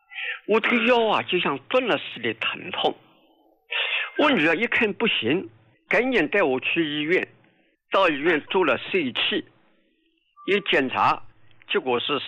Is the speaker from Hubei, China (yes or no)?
no; Jiangsu, China; 胡老，我老家呢是江苏的。